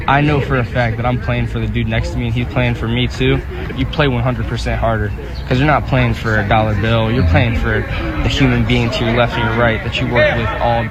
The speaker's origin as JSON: {"language": "English", "town": "Glen Burnie", "region": "Maryland", "country": "United States", "tie": "born or raised there", "said": "I thought about the service academies, knew nothing about it growing up in Glen Burnie."}